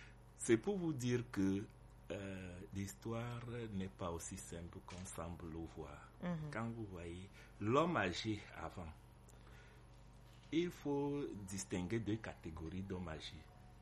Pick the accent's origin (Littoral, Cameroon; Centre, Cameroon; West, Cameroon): Centre, Cameroon; Yaoundé; je suis de Yaoundé, donc où vous voyez le camp Ayaya, c'est là où il y avait nos champs, les champs de Pana.